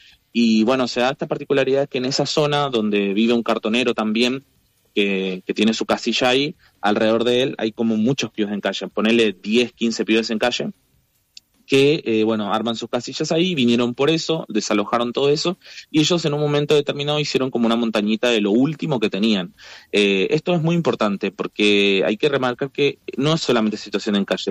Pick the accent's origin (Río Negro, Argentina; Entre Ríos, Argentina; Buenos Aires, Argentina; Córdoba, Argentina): Buenos Aires, Argentina; los que vivimos en los barrios populares, que somos ciudadanos de la Ciudad de Buenos Aires